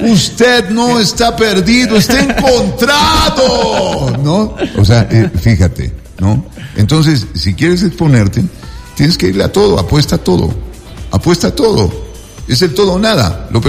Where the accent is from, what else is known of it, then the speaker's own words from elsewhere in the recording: Ecuador; nos estaban invadiendo a nosotros, a los ecuatorianos